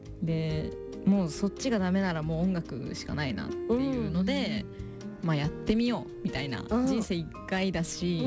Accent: Shizuoka, Japan; also born or lived in Switzerland; スイス生まれの静岡県出身、27歳、シンガーソングライターです。

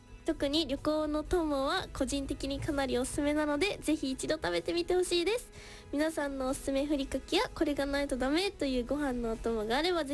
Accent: Hiroshima, Japan; 僕の出身広島からご紹介させてください。

